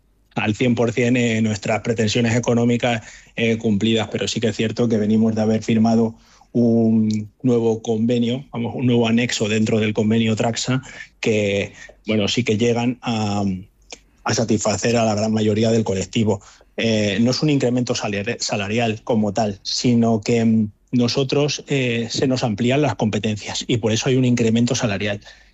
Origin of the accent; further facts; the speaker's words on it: Ávila, Castile and León, Spain; ahora en mi tierra, en Ávila, los incendios más grandes de España.